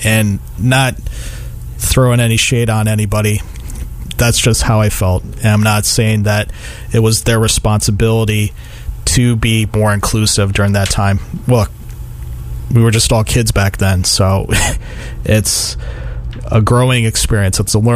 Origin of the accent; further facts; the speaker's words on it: Troy, New York, United States; it's way different from what I grew up in Lansingburg.